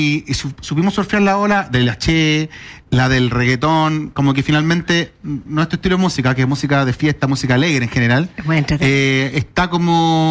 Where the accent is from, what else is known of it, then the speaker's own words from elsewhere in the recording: Chile; más allá de ser chileno